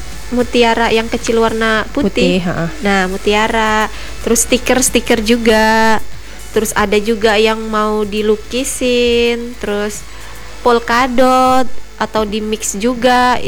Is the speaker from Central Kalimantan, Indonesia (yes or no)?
yes; Parang Batang, Central Kalimantan, Indonesia; now in Palangka Raya, Indonesia; Ya di kampung saya juga. Kampungnya di mana? Parang Batang.